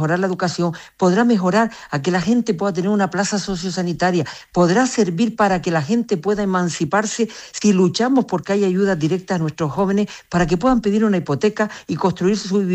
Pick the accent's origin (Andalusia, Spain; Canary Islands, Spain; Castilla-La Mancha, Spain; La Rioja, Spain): Canary Islands, Spain; porque me duele mi tierra.